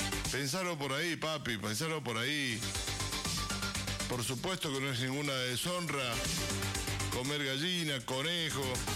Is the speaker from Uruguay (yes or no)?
no; Argentina